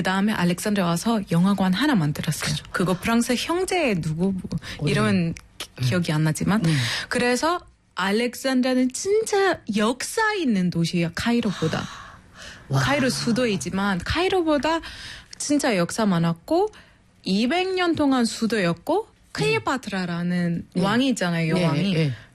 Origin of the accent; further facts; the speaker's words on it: Alexandria, Alexandria Governorate, Egypt; Korean is a second language; moved away as an adult; now in South Korea; 그래서 알렉산드리아 그 우리 고향은 건너편 그리스, 이탈리아, 스페인 건너편이에요.